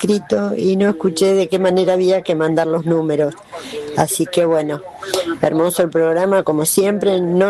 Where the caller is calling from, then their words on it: Libertad, Buenos Aires Province, Argentina; de Libertad.